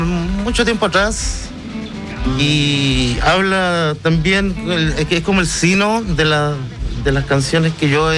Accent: Copiapó, Atacama, Chile; Yo, como te comentaba, soy de Copiapó.

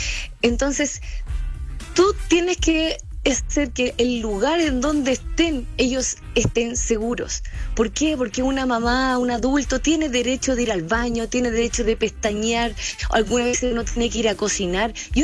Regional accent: Chile

